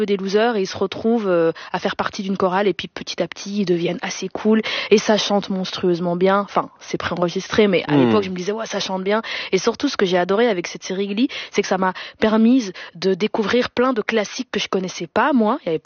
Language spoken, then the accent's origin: French; Denderleeuw, Flanders, Belgium; parce que non seulement j'ai grandi en Belgique, et puis j'ai grandi dans une petite commune qui s'appelle Denderleu.